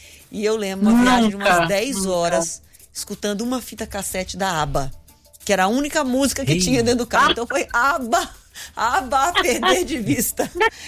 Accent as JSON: {"language": "Portuguese", "region": "Minas Gerais", "country": "Brazil", "said": "eu sou mineiro. Mineiro que não sabe onde é Guarapari tem que nascer de novo."}